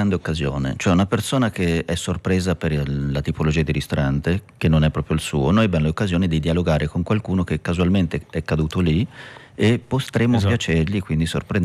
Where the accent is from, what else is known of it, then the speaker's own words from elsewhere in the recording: Tuscany, Italy; ho sempre detto il tocco, perché sono cresciuto in Toscana